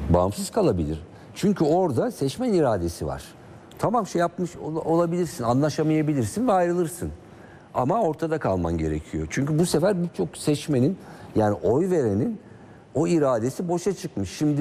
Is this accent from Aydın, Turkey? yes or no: yes; Aydın, Turkey; Ama yani şimdi işte Aydın'daki seçmen, ki ben Aydınlıyım.